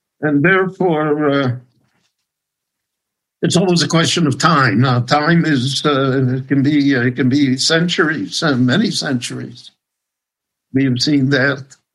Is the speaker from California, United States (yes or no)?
no; Chicago, Illinois, United States; I was raised in Chicago on the Old West Side, 3422 Douglas Boulevard. That neighborhood was a glorious Jewish neighborhood, glorious Jewish neighborhood.